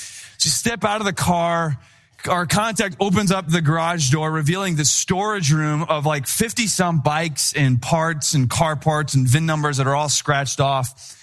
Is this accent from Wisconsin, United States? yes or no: yes; Wisconsin, United States; we're young, we're dumb, we're from Wisconsin.